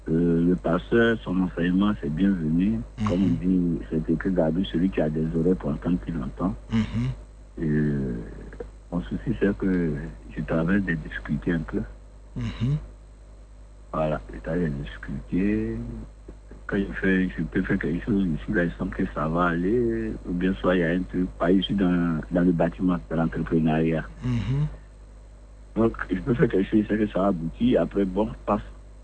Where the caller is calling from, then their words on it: Abidjan, Côte d’Ivoire; j'appelle du Cocody Angry.